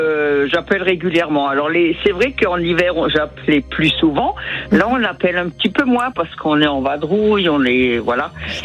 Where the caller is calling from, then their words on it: Kilstett, Grand Est, France; Moi, c'est de Kilstedt.